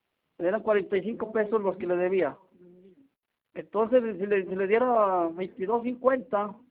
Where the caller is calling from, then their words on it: Jerez, Zacatecas, Mexico; andamos trabajando aquí en un rancho que se llama Santa Rita, Jerez.